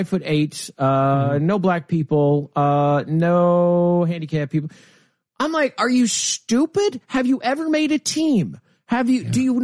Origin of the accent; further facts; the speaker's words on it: United States; So that's always my thing about being American.